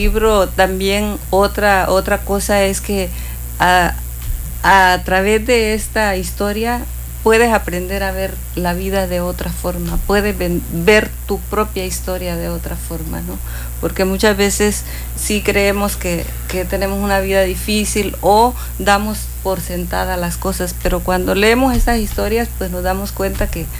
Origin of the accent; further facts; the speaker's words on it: El Salvador; also born or lived in Cancún; now in Playa del Carmen, Mexico; Yo he vivido mucho tiempo en Cancún, viví mucho tiempo aquí. Digo, soy salvadoreña porque pues de allá es la historia. Sí. Pero yo vine aquí hace 25 años.